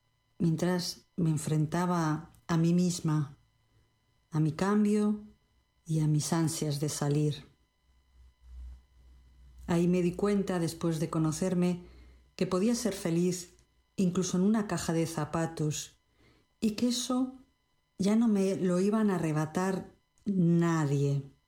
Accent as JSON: {"language": "Spanish", "region": "Cantabria", "country": "Spain", "lives_now": "Canary Islands, Spain", "said": "de Cantabria para Canarias y de Canarias para el mundo."}